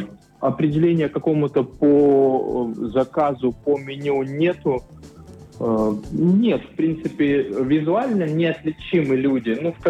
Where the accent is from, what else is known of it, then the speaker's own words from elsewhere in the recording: Saint Petersburg, Russia; now in Murmansk, Russia; Я северянин, но с другого севера. Я с Санкт-Петербурга к вам приехал. Я год нахожусь в Мурманске.